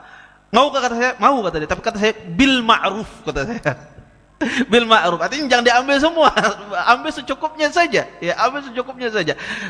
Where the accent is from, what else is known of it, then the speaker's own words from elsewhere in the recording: Indonesia; also born or lived in Medina; saya pada saat itu namanya orang Indonesia ini masih belum terbiasa makanan Arab.